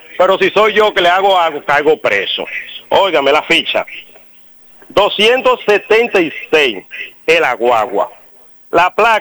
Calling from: Baní, Peravia, Dominican Republic

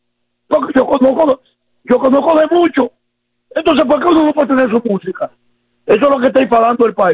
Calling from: Dominican Republic; nosotros somos dominicanos

